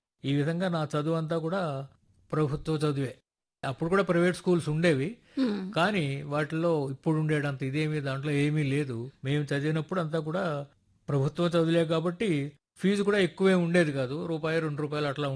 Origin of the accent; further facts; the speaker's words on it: Kakinada, Andhra Pradesh, India; నేను పుట్టింది పెరిగింది అంతా కాకినాడలోనే జరిగింది.